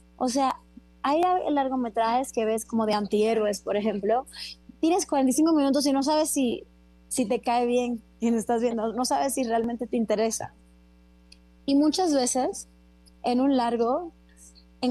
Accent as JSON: {"language": "Spanish", "country": "Dominican Republic", "moved": "yes", "lives_now": "Mexico", "said": "soy de mi país, soy de República Dominicana."}